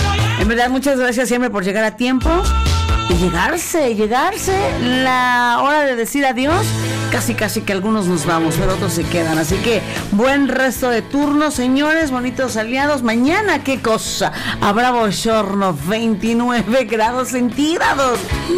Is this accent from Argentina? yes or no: no; Mexico; esas palabras que como nos evidencian que somos mexicanos.